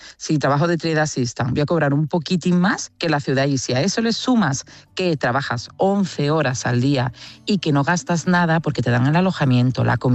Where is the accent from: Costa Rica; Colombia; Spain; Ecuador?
Spain; Cádiz, Andalusia; moved away as an adult; also born or lived in Seville; now in Australia; yo, que soy del sur, yo que soy de Cádiz y que estudio en Sevilla